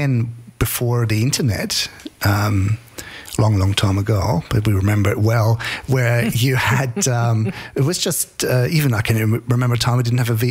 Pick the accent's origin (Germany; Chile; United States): Germany; now in Australia; I grew up in Germany